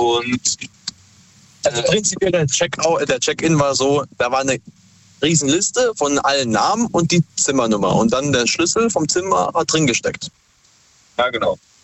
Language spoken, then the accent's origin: German; Heidelberg, Baden-Württemberg, Germany; Wir sind aus Heidelberg.